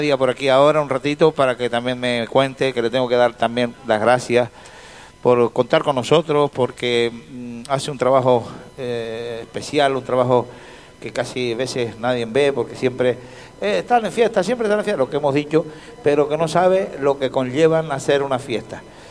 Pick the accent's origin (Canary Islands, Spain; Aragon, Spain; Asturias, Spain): Canary Islands, Spain; La Gomera; yo soy de La Gomera